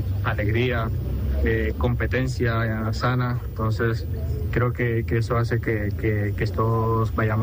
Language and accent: Spanish; Quito, Pichincha, Ecuador; vengo de la ciudad de Quito, de unos escenarios que difícilmente son así